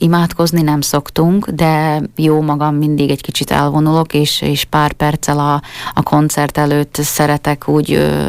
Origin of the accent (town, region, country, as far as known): Slovakia